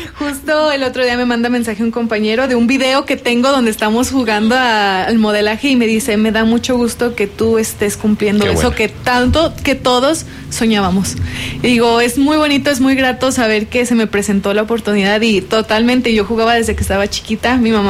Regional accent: Ojocaliente, Zacatecas, Mexico; de representar a Ojo Caliente, de representar a mi tierra

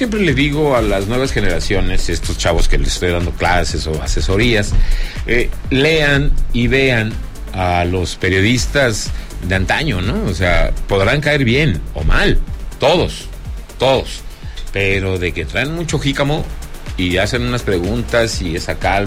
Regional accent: Zacatecas, Mexico; mi tierra Zacatecas

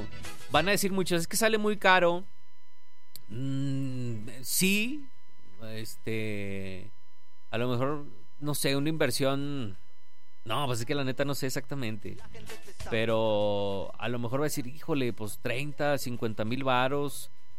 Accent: Mexico; somos mexicanos

